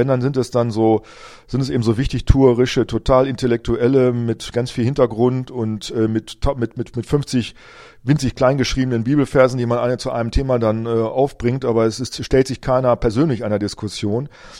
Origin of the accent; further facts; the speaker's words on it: Rinteln, Lower Saxony, Germany; ich hoffe dann auch in meiner alten Heimatgemeinde in Rinteln, dass dort die Türen aufgehen und ich reden kann